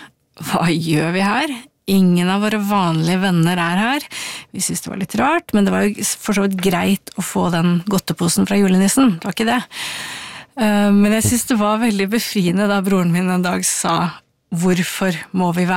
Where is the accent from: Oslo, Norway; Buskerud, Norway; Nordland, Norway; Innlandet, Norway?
Innlandet, Norway; Ilseng; jeg kom fra Ilseng, som var på en måte bondelandet.